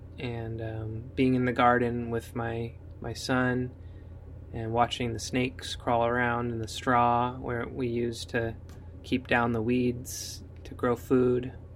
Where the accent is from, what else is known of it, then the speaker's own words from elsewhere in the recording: Everett, Washington, United States; moved away as an adult; now in Port Townsend, United States; I moved to Port Townsend from my hometown of Everett